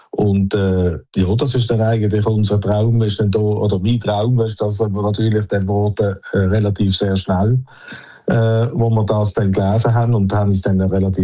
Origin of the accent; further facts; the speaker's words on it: Switzerland; weil ich bin halt ein Schweizer und ich kann nicht aufgeben